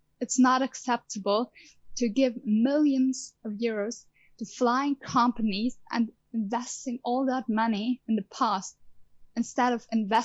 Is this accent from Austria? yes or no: yes; Austria; I'm coming from Austria.